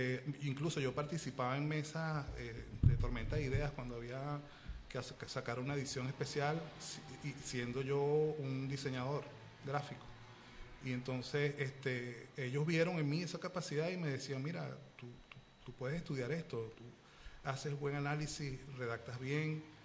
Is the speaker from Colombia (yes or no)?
no; Falcón, Venezuela; moved away as an adult; also born or lived in Ecuador; now in Spain; vengo de una familia sencilla en Venezuela, de un pueblo, en el estado Falcón.